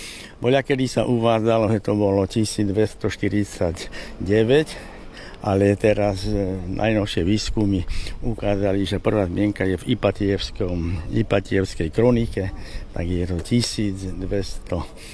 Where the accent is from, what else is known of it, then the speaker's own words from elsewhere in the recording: Spišské Podhradie, Prešov Region, Slovakia; born there; also born or lived in Levoča; now in Bardejov, Slovakia; Aj keď ja nie som rodený Bardejovčan, ja som sa narodil v Levoči, krásne historické mesto. Potom sme bývali v Spišskom Podhradí, pod hradom Spišským. Takže mám to šťastie, že celý môj život, 73-ročný vlastne, som v prostredí, ktoré je poznačené históriou.